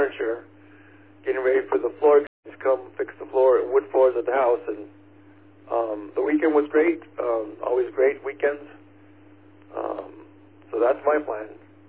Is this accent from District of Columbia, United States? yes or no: no; Austin, Texas, United States; moved away as an adult; now in Napa, United States; I am actually from Austin, Texas. I've been here for 35 years, since 1994, I believe.